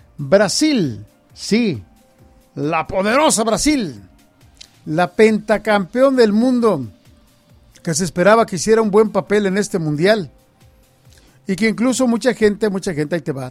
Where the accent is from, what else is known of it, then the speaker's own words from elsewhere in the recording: Mexico; de los que somos mexicanos. Me incluyo, lógicamente.